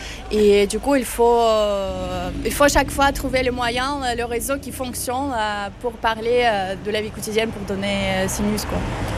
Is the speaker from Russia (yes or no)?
yes; Russia; moved away as an adult; now in France; Oui, je suis née en Russie. Je suis grandie là-bas jusqu'à mes 18 ans.